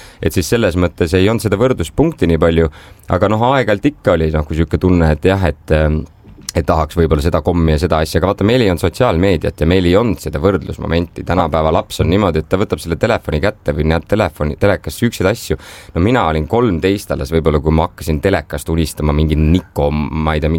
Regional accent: Mõisaküla, Viljandi County, Estonia; born there; mina olen, kui Elina on Eesti suurimast linnast, siis mina sel ajal olin Eesti kõige väiksemast linnast.

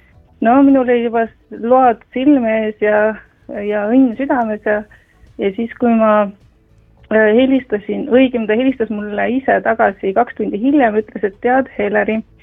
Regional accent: Tartu, Tartu County, Estonia

